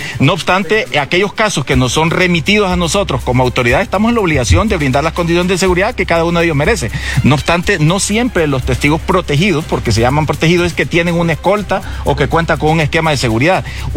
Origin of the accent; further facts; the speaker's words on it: Honduras; nosotros como ciudadanos hondureños